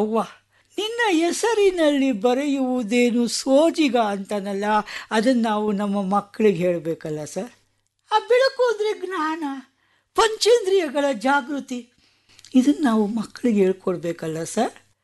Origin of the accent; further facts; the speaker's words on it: Bengaluru, Karnataka, India; ನಾನು ಬೆಂಗಳೂರಿನವನು